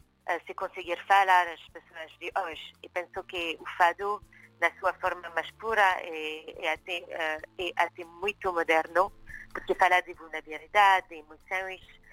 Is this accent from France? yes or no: yes; France; accent: French; first language French; Portuguese is a second language; tem um sotaque francês, mas tem o fado.